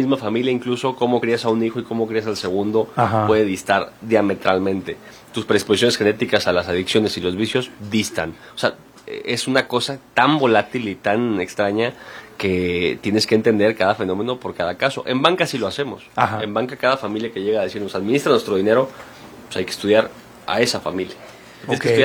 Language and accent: Spanish; Mexico; born there; Nací en México y no vengo de dinero